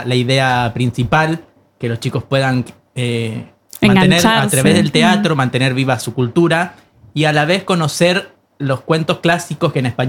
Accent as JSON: {"language": "Spanish", "town": "Uspallata", "region": "Mendoza", "country": "Argentina", "said": "Obvio, yo soy de Uspallata, por eso también lo conozco."}